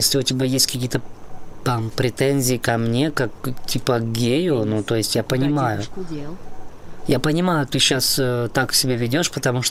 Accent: Moscow, Russia; Папа, я папа, из Москвы.

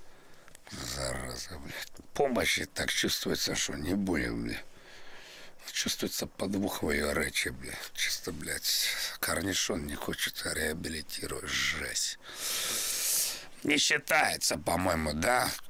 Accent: Urals, Russia; Ну как, это я просто приехал из, из Урала. Урал.

